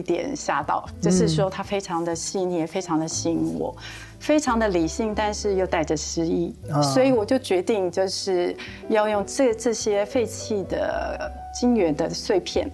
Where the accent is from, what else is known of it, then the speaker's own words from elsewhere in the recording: Hsinchu, Hsinchu City, Taiwan; born there; 我出生在新竹这个以科技闻名的一个城市，